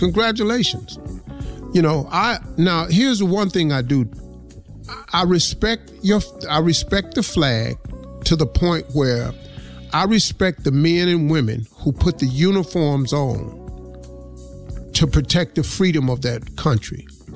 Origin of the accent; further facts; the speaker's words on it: Welch, West Virginia, United States; I grew up in Welch, West Virginia. I saw colored only water fo